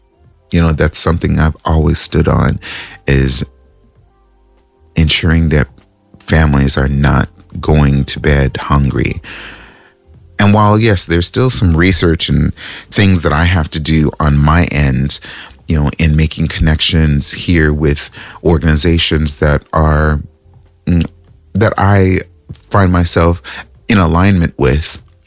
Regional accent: California, United States; moved away; also born or lived in Minnesota; I'm from California, y'all. I'm from Cali, but I've been away.

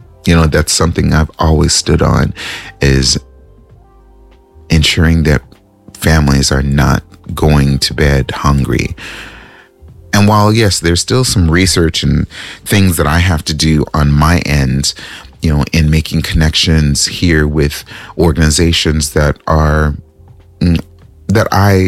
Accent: California, United States; You know, I'm learning my city, and I'm from California, y'all. I'm from Cali, but I've been away.

